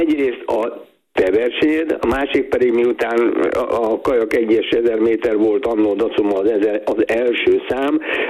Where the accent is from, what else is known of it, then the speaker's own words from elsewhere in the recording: Hungary; ezt mi magyarok vagyunk, Magyarországra jöttünk